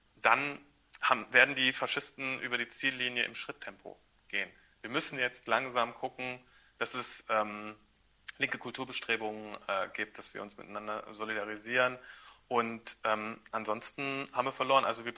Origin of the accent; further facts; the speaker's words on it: Saxony-Anhalt, Germany; Aber ich komme aus Sachsen-Anhalt